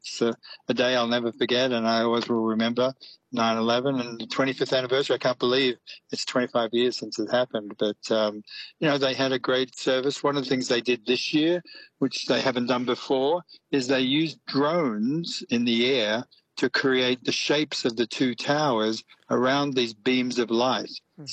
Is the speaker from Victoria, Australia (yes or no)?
yes; Melbourne, Victoria, Australia; now in Germany; Obviously, as an Aussie, I drank a lot of beer when I lived back in Melbourne.